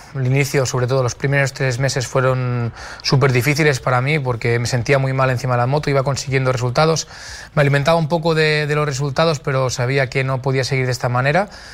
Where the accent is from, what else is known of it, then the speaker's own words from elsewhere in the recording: Piera, Catalonia, Spain; lo que hicimos junto a Repsol en Piera, en mi pueblo